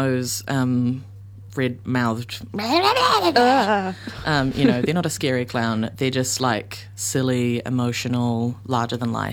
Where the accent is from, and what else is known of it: Auckland, New Zealand; born or raised there